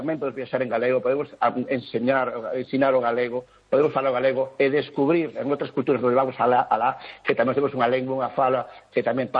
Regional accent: Galicia, Spain

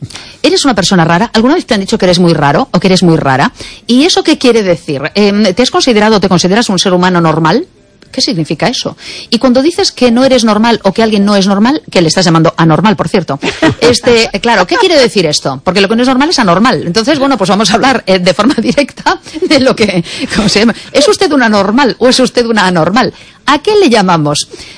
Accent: Galicia, Spain; no sería justo que me digan que soy menos, comillas, gallega, sea lo que fuere, que signifique eso, ¿me entendéis?

